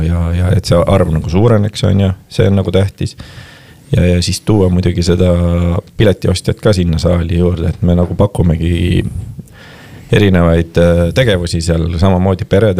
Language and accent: Estonian; Kilingi-Nõmme, Pärnu County, Estonia; no ma olen sellisest kohast pärit nagu Kilingi-Nõmme , see on siis väike Pärnumaa linn